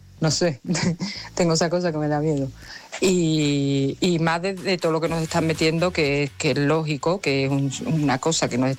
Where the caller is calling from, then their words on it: Écija, Andalusia, Spain; Buenos días, Chemita, desde Écija.